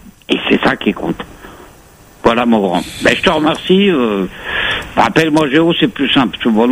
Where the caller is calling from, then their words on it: Corsica, France; moi je suis corse